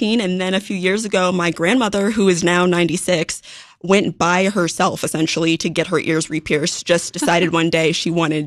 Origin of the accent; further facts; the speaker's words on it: South Bend, Indiana, United States; But 1973, Claire's opened in my hometown in South Bend, Indiana.